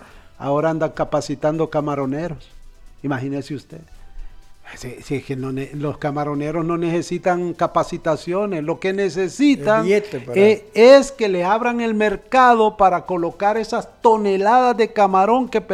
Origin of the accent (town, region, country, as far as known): Honduras